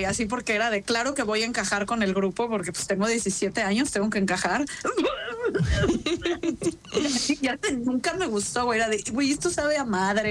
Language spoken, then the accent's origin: Spanish; Mexico City, Mexico; Yo nací y crecí en Ciudad de México.